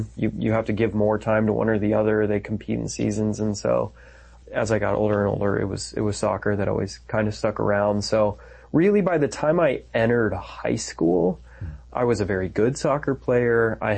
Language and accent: English; Denver, Colorado, United States; I'm from Denver, Colorado. Was baptized. Thanks be to God. I was baptized as a Catholic, but was not raised as a Catholic. Was just brought up. I was like your absolute standard American secular young man. So I was brought up in just outside of Denver